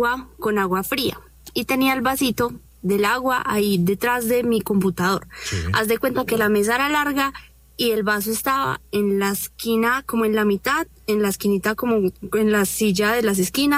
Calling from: Armenia, Quindío, Colombia; Desde Armenia.

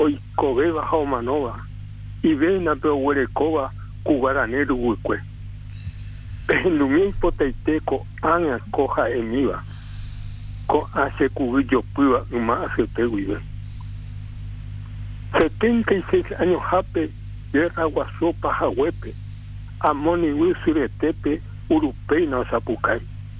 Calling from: Paraguay; yo, como ciudadano paraguayo

